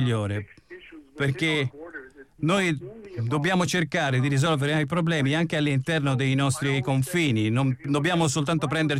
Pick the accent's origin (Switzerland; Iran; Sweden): Iran; Italian is a second language; arlavo del mio paese, l'Iran, dove il problema dell'acqua risaliva a 50 anni fa.